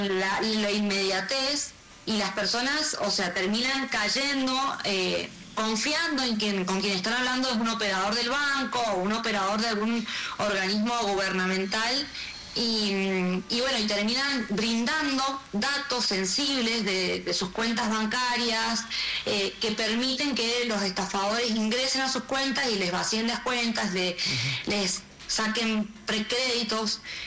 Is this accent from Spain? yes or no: no; General Alvear, Mendoza, Argentina; now in San Rafael, Argentina; Yo soy de Alvear